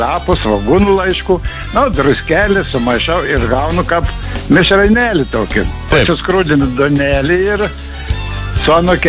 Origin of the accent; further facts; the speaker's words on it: Lithuanian coast, Lithuania; Iš pajūrio esu.